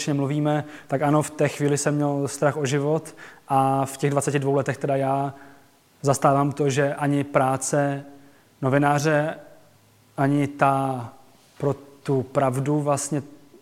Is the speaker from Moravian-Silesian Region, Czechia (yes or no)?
yes; Ostrava, Moravian-Silesian Region, Czechia; Z Ostravy. A právě jsem jako pracoval v Praze, studoval, ale měl jsem jako velkou motivaci se vrátit domů.